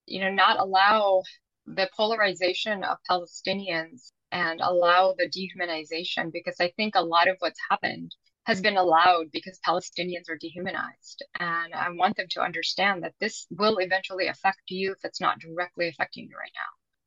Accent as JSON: {"language": "English", "country": "United States", "said": "I'm an American mother. I'm a doctor. I have three small children of my own."}